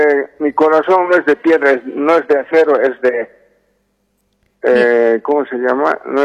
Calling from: La Paz, Bolivia; de la ciudad de La Paz.

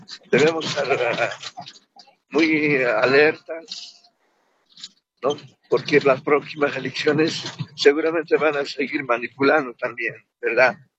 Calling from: Cochabamba, Bolivia; Aquí llamando de Cochabamba

